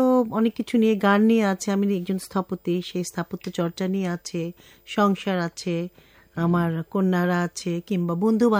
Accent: Dhaka, Dhaka Division, Bangladesh; আমার জন্ম ঢাকাতেই, ওল্ড টাউনে, খাজেদেওয়ানে। আমার school Viqarunnisa school, Holi cross কলেজে, তারপর পরবর্তীতে আমি Bangladesh university of engineering and technology বুয়েটে পড়াশোনা করেছি স্থাপত্য চর্চা নিয়ে।

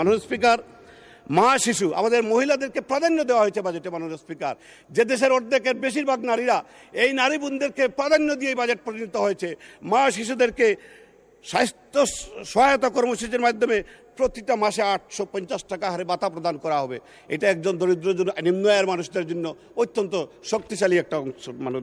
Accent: Sylhet Division, Bangladesh; moved away; আমার বাড়ি সিলেট

